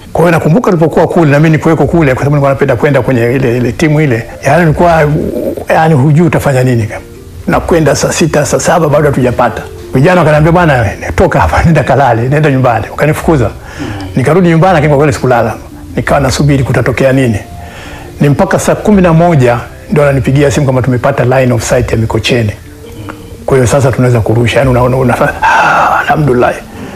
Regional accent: Arusha, Tanzania; moved away; also born or lived in Tanga; Kwa hiyo nimekulia Arusha ambako yeye ndo alikuwa mfanyakazi. Na kama angekuwa ni kuzaliwa, ningezaliwa Arusha. Sasa kwenye nani, Mount Meru Hospital. Lakini kufuatana na taratibu za zamani, mama alikwenda kijijini akajifungua, tukarudi Arusha. Kwa hiyo nimekulia Arusha.

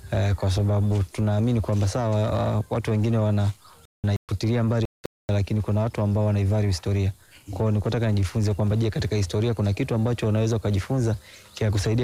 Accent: Songea, Ruvuma, Tanzania; now in Dodoma, Tanzania; mwenyeji wa Songea, lakini sasa hivi makazi yangu yako Dodoma.

